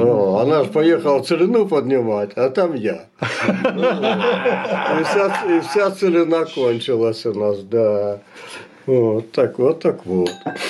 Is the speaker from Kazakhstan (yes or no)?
yes; Kazakhstan; moved away as an adult; also born or lived in Krasnodar Krai; Родился я в 52-м году в Казахстане. На поселении был под комендатурой рожденный агаик, и сейчас я как репрессированный немец, да.